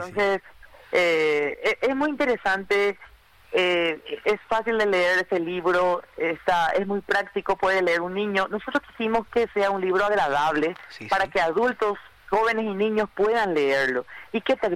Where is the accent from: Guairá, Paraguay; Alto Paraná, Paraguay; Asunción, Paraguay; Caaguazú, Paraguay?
Guairá, Paraguay; Villarrica; Villarrica, somos de la República del Guairá